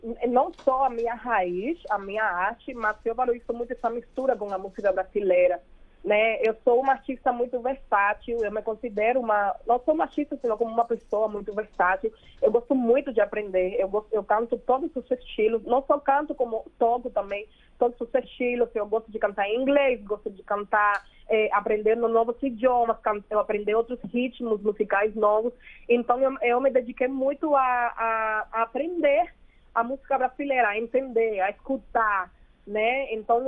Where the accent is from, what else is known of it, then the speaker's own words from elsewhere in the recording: Cuba; moved away; não só como mulher cubana, senão como mulher latina.